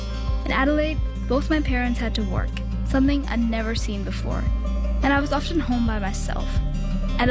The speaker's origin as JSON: {"language": "English", "country": "India", "tie": "born or raised there", "moved": "yes", "said": "Back in India, my hometown was busy and polluted. Even as a kid, seeing rubbish on the roads annoyed me."}